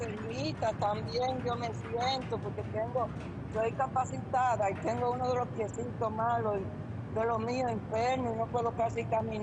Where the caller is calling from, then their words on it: Dominican Republic; Yo llamo de República Dominicana.